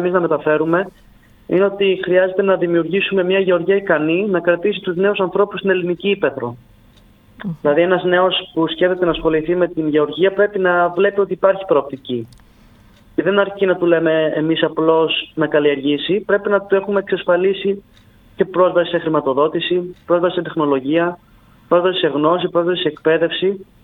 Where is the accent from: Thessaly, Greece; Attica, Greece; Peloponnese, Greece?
Thessaly, Greece; Volos; Άλλο σημαντικό θέμα που μας είπαν όταν είπαμε ότι είμαστε από τη Θεσσαλία και από το Βόλο.